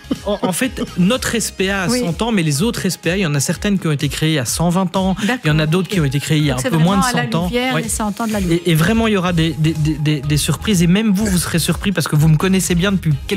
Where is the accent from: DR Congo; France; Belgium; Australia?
Belgium; Wallonia; Alors, moi, je suis wallon et j'ai l'habitude des routes louviéroises, où il y a des ornières, des trous et où c'est dangereux